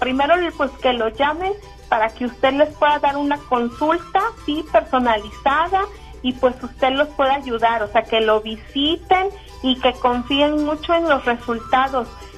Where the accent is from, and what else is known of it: Fort Worth, Texas, United States